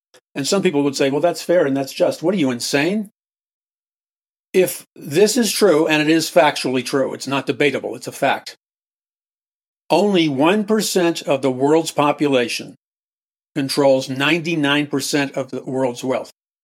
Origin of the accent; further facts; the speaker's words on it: New York City, New York, United States; And maybe you've heard that expression wherever you grew up, but I heard it a lot growing up in New York City.